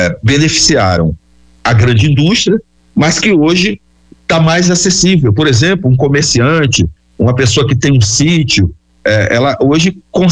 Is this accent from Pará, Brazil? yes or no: yes; Altamira, Pará, Brazil; moved away; eu morei em Altamira, no Pará, nos anos 70. Eu sou de uma família assentada da reforma agrária. Eu fui criado tomando banho no Rio Xingu.